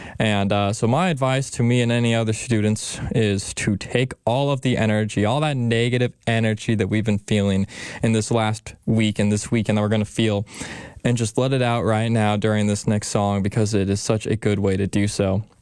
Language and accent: English; Oregon, United States; moved away; my home state of Oregon